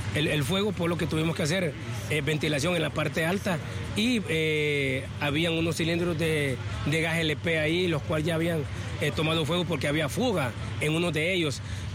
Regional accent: Honduras; nosotros tenemos la capacidad como hondureños

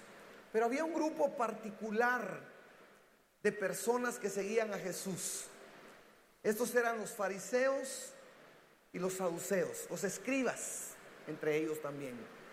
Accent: Guatemala; Como latinos, como chapines, somos muy políticos, ¿verdad?

